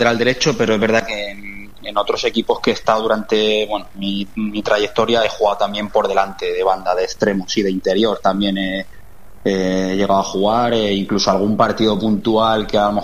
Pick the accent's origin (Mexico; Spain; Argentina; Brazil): Spain; Almuñécar, Andalusia; se celebra el Campeonato de Andalucía de Selecciones Provinciales justo en mi pueblo, en Almuñécar